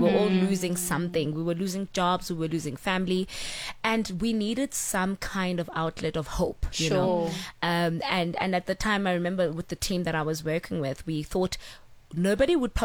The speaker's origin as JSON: {"language": "English", "town": "Pretoria", "region": "Gauteng", "country": "South Africa", "tie": "born there", "also_born_or_lived": "East London, Eastern Cape / Potchefstroom", "said": "being born in the Eastern Cape in East London. Then my mom moved here. Then, you know, I grew up in Pretoria for a bit."}